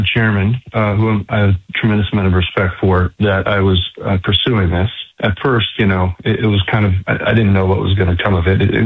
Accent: New York, United States; now in Houston, United States; I grew up in New York, but I've been in Houston for almost a decade.

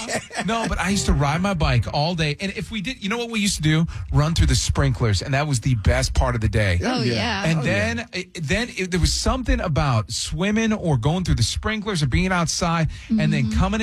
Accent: Detroit, Michigan, United States; but I grew up in Detroit, in Michigan, and there wasn't pools everywhere.

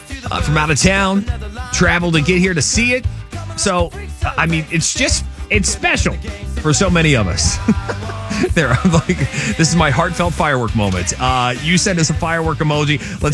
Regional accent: Newport, Kentucky, United States; Growing up in Newport, we'd go there every year.

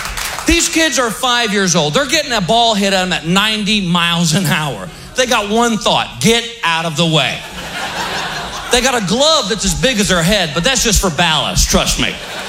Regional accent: Texas, United States; I'm from Texas.

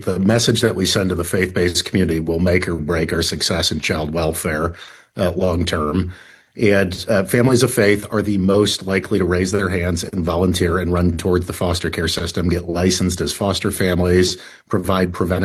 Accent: Idaho, United States; in my home state of Idaho, in Southeast Idaho.

